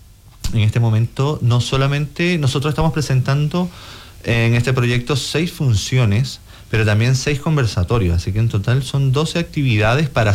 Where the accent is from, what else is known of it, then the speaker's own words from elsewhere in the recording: Venezuela; now in Coyhaique, Chile; yo soy de Venezuela